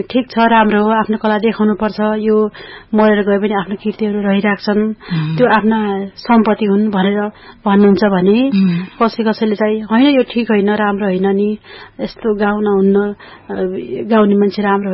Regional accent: Rolpa, Lumbini Province, Nepal; born there; मेरो जन्म रोल्पा पासाङमा भएको थियो।

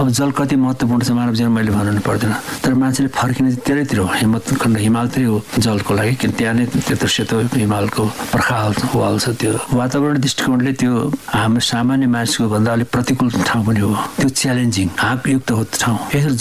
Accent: Bhojpur, Koshi Province, Nepal; अलि पूर्व अझैतिर मेरो घर भोजपुर हो

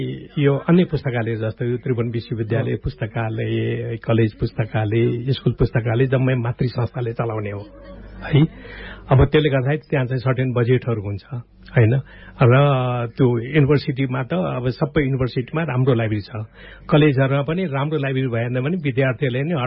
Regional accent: Bagmati, Nepal; मेरो घर रामेछाप हो

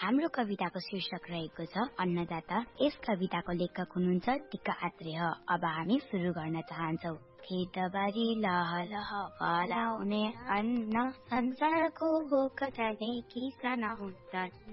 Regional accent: Khairenitar, Gandaki Province, Nepal; मेरो घर खैरिनी टार।

